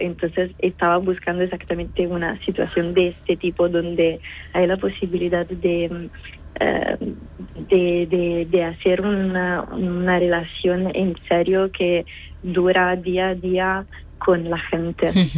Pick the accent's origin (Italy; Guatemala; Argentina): Italy; Rome, Lazio; Spanish is a second language; moved away as an adult; now in Almería, Spain; en mi pueblo, en mi ciudad de Roma.